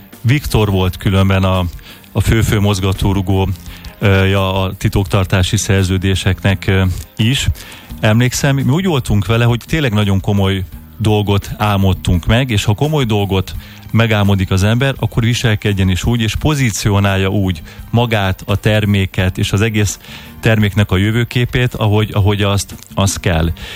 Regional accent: Budapest, Hungary; én újpesti gyerekként nőttem fel

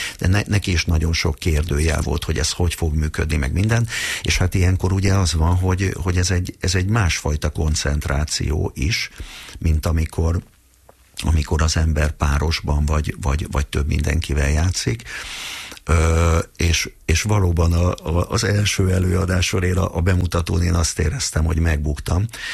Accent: Budapest, Hungary; És hogy én ugyanott nőttem fel Pesterzsébeten, ahol a Gáborék is laktak.

